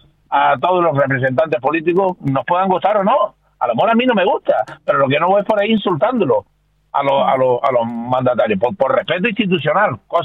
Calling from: Canary Islands, Spain; los canarios siempre hemos sido solidarios y hemos sido humanitarios

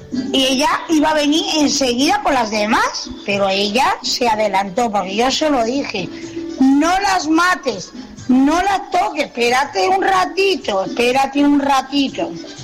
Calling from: Santa Lucía de Tirajana, Canary Islands, Spain; la de Casa Pastores.

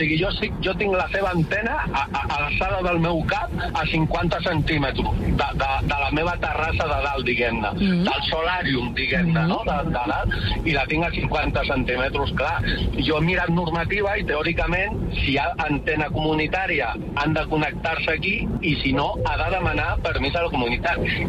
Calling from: La Riera de Gaià, Catalonia, Spain; Pues mira, soc de la Riera de Gaià, vale, ara mateix estic conduint

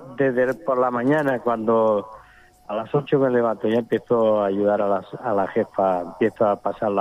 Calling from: Badalona, Catalonia, Spain; Desde aquí de la Riera Cañete, debajo de la Cruz de Montigalá.

